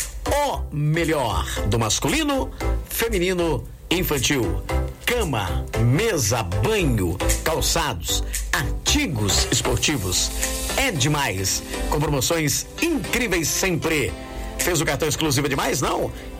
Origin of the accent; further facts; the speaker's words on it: Descalvado, São Paulo, Brazil; Descalvado, minha terra querida, madre inesquecível